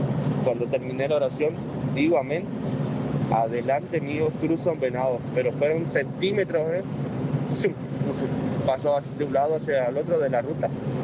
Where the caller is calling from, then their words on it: Misiones, Argentina; Soy de Misiones.